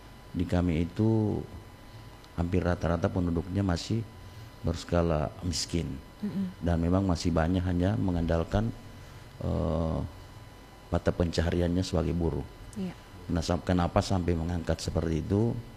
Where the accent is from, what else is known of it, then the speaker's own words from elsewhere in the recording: Gorontalo, Indonesia; desa kami itu termasuk desa yang agak pelosok di Kabupaten Gorontalo, bukan juga tertinggal, tapi merupakan salah satu desa yang suasananya masih alami, suasananya masih original